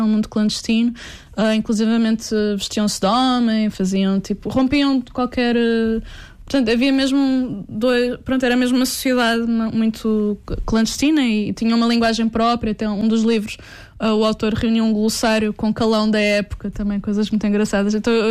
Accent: Lisbon, Portugal; now in Porto, Portugal; Eu sou de Lisboa, moro no Porto há vários anos

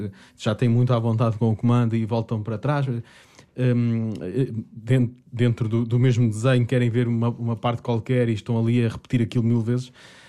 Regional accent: Sintra, Lisbon, Portugal; born there; eu até aos 9 anos fui criado numa quinta na Serra de Sintra.

